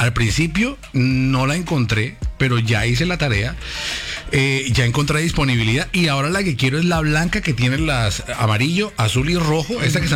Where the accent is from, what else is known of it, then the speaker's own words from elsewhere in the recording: Colombia; Yo soy colombiano primero.